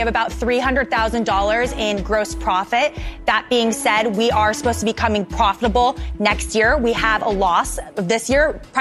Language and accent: English; New York City, New York, United States; from New York City